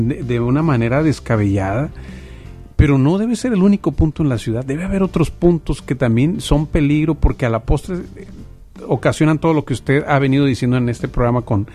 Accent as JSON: {"language": "Spanish", "town": "Culiacán", "region": "Sinaloa", "country": "Mexico", "said": "Yo como culichi, yo veo, por ejemplo, y ahí va para los que viven en la zona de Barrancos"}